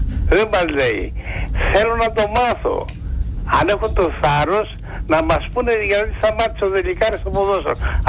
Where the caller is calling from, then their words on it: Aigaleo, Attica, Greece; από το Εγάλε